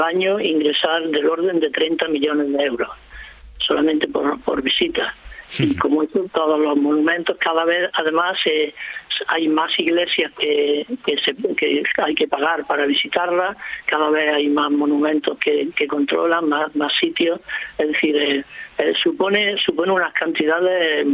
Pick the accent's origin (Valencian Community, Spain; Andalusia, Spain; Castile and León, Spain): Andalusia, Spain; Córdoba; Yo que soy de Córdoba, ¿quién puede poner un precio a la mezquita de Córdoba?